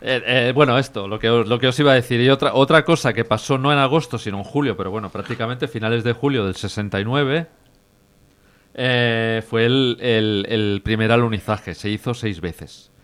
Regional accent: Barcelona, Catalonia, Spain; yo soy de Barcelona.

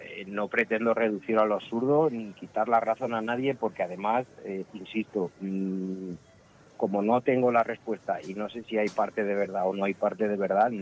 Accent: Leganés, Community of Madrid, Spain; soy de Leganés

